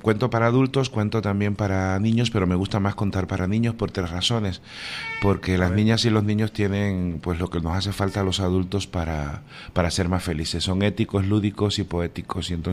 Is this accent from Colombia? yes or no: no; Cuba; Bueno, soy un cubano de toda la vida, caribeño